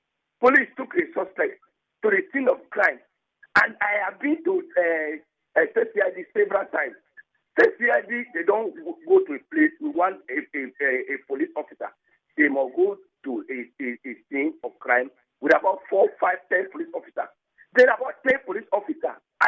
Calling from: Bori, Rivers, Nigeria; I am calling you from Boro.

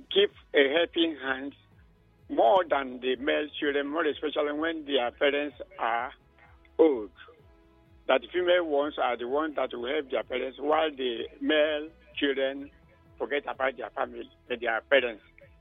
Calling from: Nigeria; I'm calling from Ikuruta.

